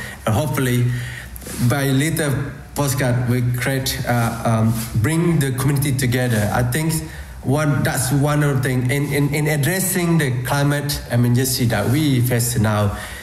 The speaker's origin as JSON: {"language": "English", "country": "Malaysia", "moved": "yes", "said": "my home country, Malaysia"}